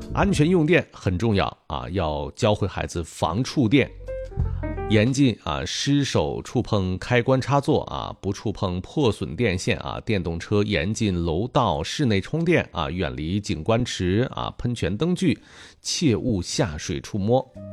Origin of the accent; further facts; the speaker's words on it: Northeast China, China; moved away; 你像我的老家就是啊北方东北哈，